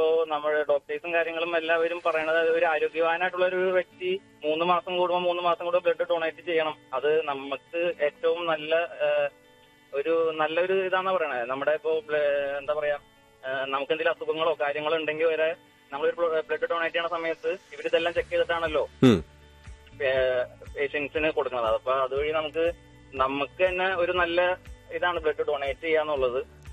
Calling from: Vazhakulam, Kerala, India; എന്റെ വീട് വാഴക്കുളം, സൗത്ത് വാഴക്കുളം.

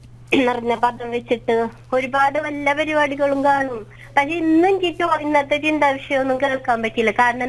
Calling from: Pavaratty, Kerala, India; Pavaratty.

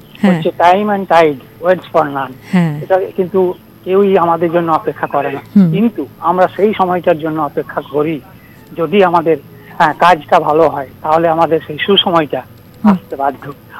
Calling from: Dubrajpur, West Bengal, India; হ্যাঁ, আমি পশ্চিমবঙ্গের বীরভূম জেলার দুবরাজপুর থেকে।

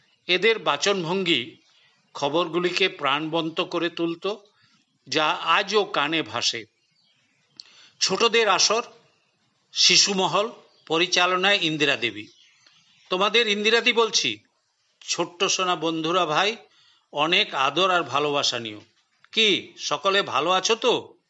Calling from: Chaibasa, Jharkhand, India; কোলহান বিশ্ববিদ্যালয়, চাইবাসা, পশ্চিম সিংভূম, ঝাড়খণ্ড থেকে কথা বলছি।

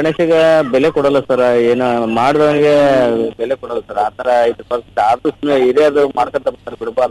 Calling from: Koppal, Karnataka, India; ಕೊಪ್ಪಳದಿಂದ.

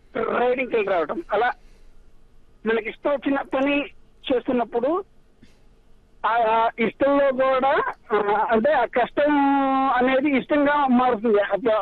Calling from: Guntur, Andhra Pradesh, India; నేను గుంటూరు నుంచి … మాట్లాడుతున్నానండి.

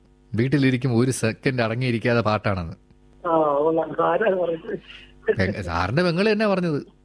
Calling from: Chengannur, Kerala, India; ഞാൻ ആലപ്പുഴ ജില്ലയിലെ ചെങ്ങന്നൂരിൽ നിന്നാണ് ഈ സന്ദേശം അയക്കുന്നത്.

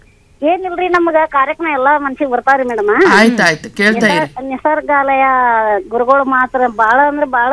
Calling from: Karnataka, India; ನಾವು ಜಮಖಂಡ ತಾಲೂಕು ಸುಲಿಯಾದಿಂದ … ಮಾತಾಡೋದು.

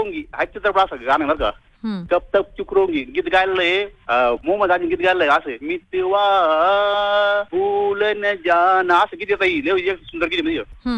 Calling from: Sonai, Maharashtra, India

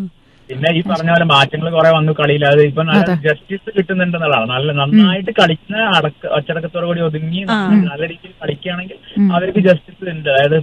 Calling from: Kerala, India; സ്ഥലം വഴങ്ങോട് അറിയും, നമ്മള് കിഴാറ്റൂർ അടുത്താണ്.

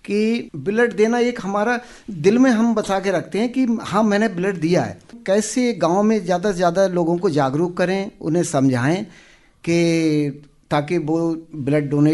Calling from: Bareilly, Uttar Pradesh, India; बरेली से हूँ।

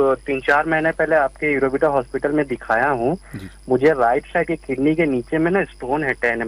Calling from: Jamshedpur, Jharkhand, India; मैं जमशेदपुर से बोल रहा हूँ।

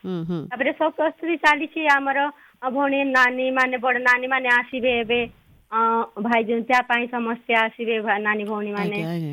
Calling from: Bargarh, Odisha, India

